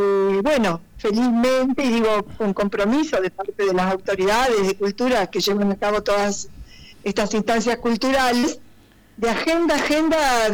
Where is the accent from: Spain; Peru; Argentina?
Argentina; General Pico, La Pampa; de General Pico La Pampa.